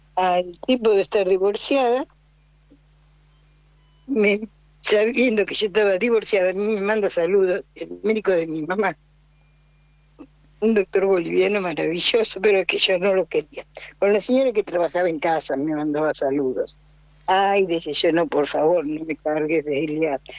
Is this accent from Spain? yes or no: no; Chacabuco, Buenos Aires Province, Argentina; A vos te vas a notar, soy de Chacabuco.